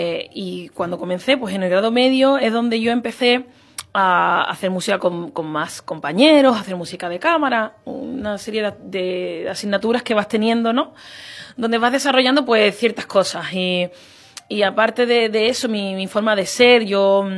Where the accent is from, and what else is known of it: La Puebla del Río, Andalusia, Spain